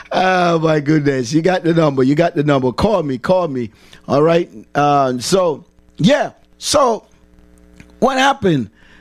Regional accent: Jamaica; I'm a Jamaican, I'm a Caribbean

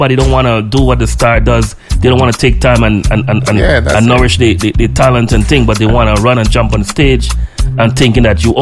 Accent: Guyana; as a little kid growing up in Guyana

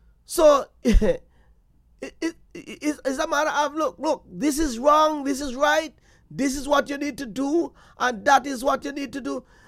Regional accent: Jamaica; And sometimes, look, as a Jamaican, yes, there are days then we as parents growing, when our parents was growing up, and we as children, we would listen to the elders in our community.

